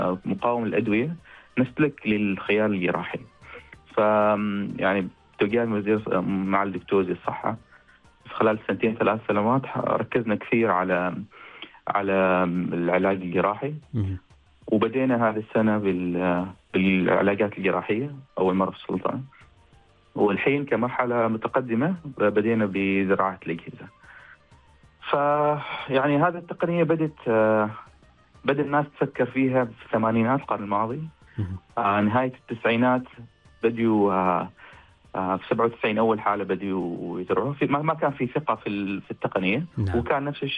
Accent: Oman; الأبحاث التقديرية عندنا في عمان

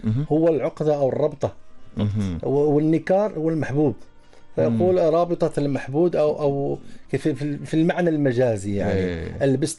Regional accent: Morocco

